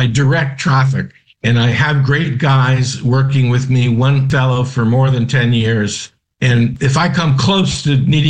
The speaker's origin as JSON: {"language": "English", "town": "New York City", "region": "New York", "country": "United States", "tie": "born or raised there", "said": "But growing up in New York City as I did, and being immersed in theater"}